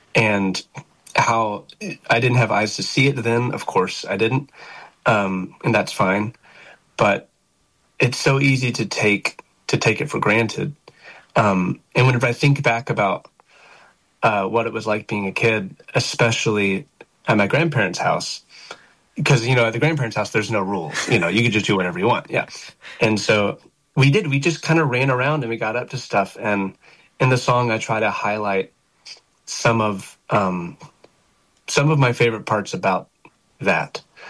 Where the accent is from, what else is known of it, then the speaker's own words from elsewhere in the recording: Arkansas, United States; moved away; growing up in Arkansas with my family.